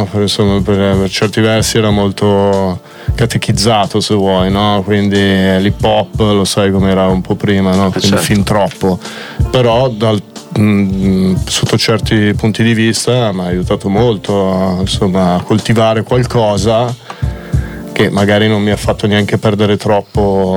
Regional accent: Opera, Lombardy, Italy; now in Milan, Italy; potrei dirti nella periferia, nella provincia, un po'. Io alla fine sono cresciuto, abitavo a Noverasco, Opera, non so se è presente, a Milano, sì, Sud

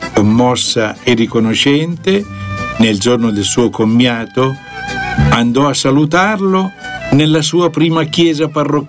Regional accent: Cassina Ferrara, Lombardy, Italy; lo va e lo cerca nel vecchio nostro cimitero della Cassina Ferrara. Dico nostro perché sapete che sono della Cassina.

